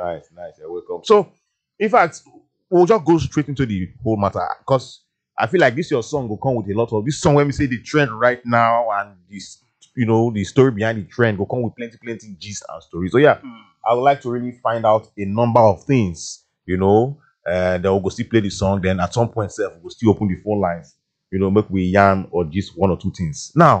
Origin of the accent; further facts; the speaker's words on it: Niger Delta, Nigeria; I'm from the Niger Delta.